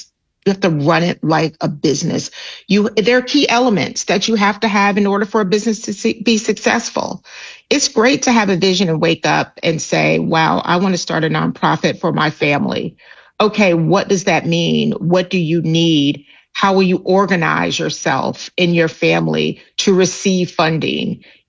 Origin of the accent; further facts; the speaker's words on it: Nigeria; born there; I was blown from Nigeria.